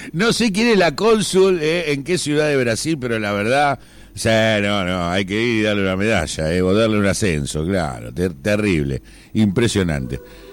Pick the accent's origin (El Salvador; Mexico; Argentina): Argentina; te resaltan cómo somos los argentinos